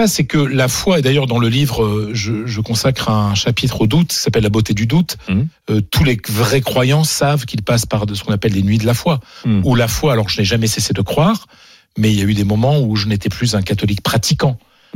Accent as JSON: {"language": "French", "town": "Mercatel", "region": "Hauts-de-France", "country": "France", "tie": "born or raised there", "also_born_or_lived": "Spain", "moved": "yes", "lives_now": "Paris, France", "said": "j'ai été élevé dans la religion catholique, mais je veux dire culturellement, mais surtout culturellement. C'est-à-dire, moi je viens d'un petit village du Pas-de-Calais, une famille modeste."}